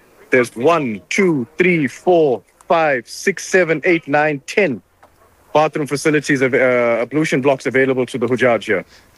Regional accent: South Africa; Well, if you're not familiar, I'm from South Africa.

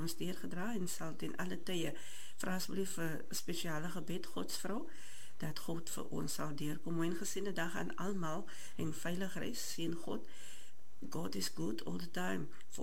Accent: Swellendam, Western Cape, South Africa; van Swellendam, ek wil vir my pa sê geluk op papa sy verjaarsdag

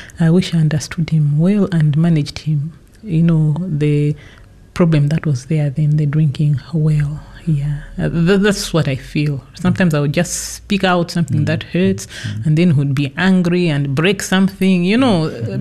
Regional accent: Karonga, Northern Region, Malawi; But I always tell them, no, I'm from Karunga. It's the Ngonde name.

